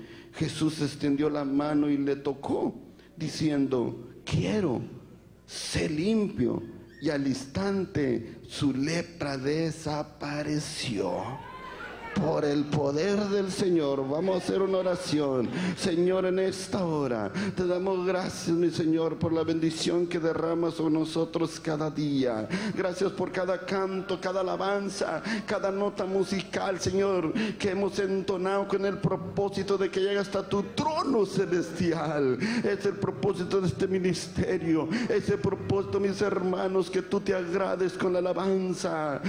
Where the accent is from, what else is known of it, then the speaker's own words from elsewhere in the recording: Matamoros, Tamaulipas, Mexico; quiero decirle que yo soy nativo de la ciudad de Matamoros, Tamaulipas, México.